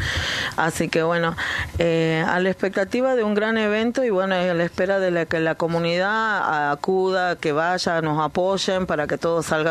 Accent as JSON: {"language": "Spanish", "region": "Jujuy", "country": "Argentina", "said": "Soy jujeña, si me hablas"}